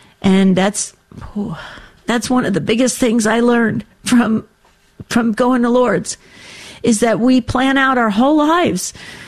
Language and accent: English; New Jersey, United States; Is it just because I'm from New Jersey, Denise?